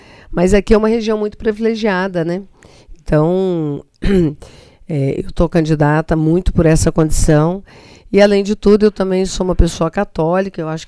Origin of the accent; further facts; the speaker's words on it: Carmo do Cajuru, Minas Gerais, Brazil; moved away; also born or lived in Divinópolis; Eu nasci em Divinópolis e cresci em São José dos Salgados, distrito de Carmo do Cajuru. E eu brinco que eu sou filha do Salgado e do Cajuru, porque meu pai é do Ferrador e a minha mãe é do Salgado, né?